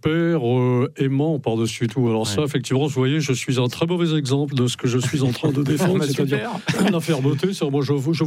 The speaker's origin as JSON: {"language": "French", "region": "Brittany", "country": "France"}